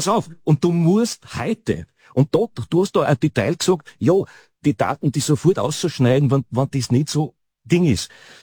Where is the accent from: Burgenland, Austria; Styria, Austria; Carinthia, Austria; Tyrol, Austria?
Styria, Austria; Eisenerz; ich bin in Eisenerz aufgewachsen